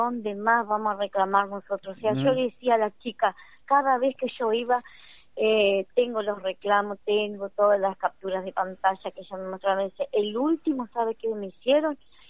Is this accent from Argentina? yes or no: yes; Conscripto Bernardi, Entre Ríos, Argentina; born there; moved away as an adult; now in Federal, Argentina; soy de …, como usted dijo, yo nací en Concepto Bernardi, pero hace 17 años estoy trabajando acá en la ciudad de Federal, como docente